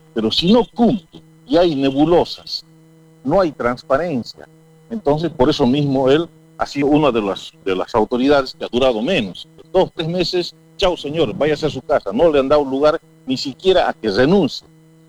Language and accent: Spanish; Tarija, Bolivia; born there; somos nacidos en Tarija